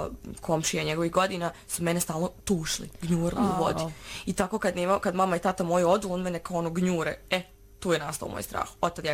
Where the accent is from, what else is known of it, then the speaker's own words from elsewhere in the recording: Srbac, Republika Srpska, Bosnia & Herzegovina; Mi kući, ja sam iz Srpca na selu